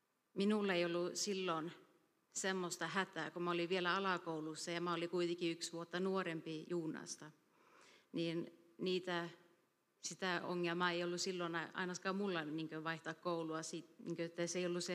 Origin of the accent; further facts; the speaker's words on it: Borås, Västra Götaland, Sweden; Olen kasvanut Borosissa, ja monet eivät tietää sen, että olen täällä syntynyt.